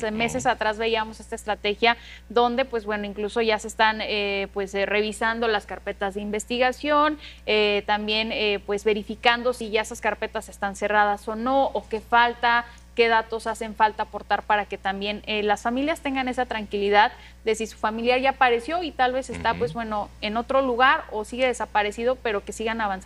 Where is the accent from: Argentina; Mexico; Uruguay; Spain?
Mexico